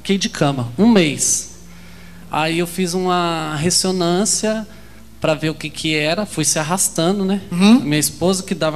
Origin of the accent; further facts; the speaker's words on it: Apucarana, Paraná, Brazil; que eu sou de lá de Apucarana, daí ela de lá.